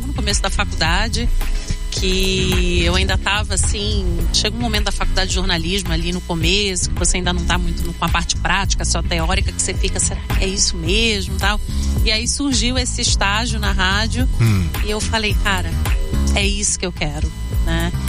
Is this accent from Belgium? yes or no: no; Recife, Pernambuco, Brazil; Então, eu sou de Recife, lá a gente fala boa noite.